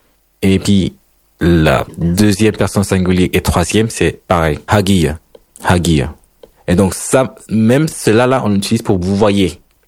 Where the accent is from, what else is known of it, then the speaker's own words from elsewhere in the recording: Honduras; moved away; moi, je viens d'Honduras.